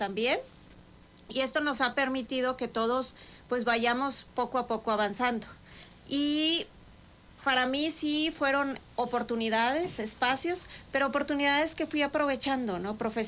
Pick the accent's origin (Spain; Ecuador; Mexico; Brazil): Mexico; Río Bravo, Tamaulipas; soy originaria de Río Bravo